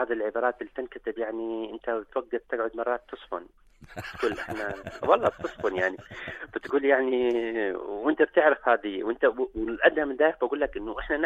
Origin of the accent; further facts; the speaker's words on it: Jordan; إحنا كمجتمع أردني